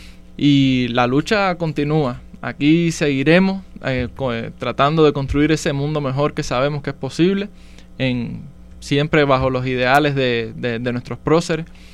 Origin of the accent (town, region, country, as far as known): Cuba